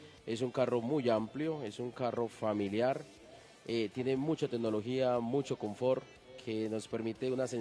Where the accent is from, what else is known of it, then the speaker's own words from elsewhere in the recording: Antioquia, Colombia; Yo soy de Urabá.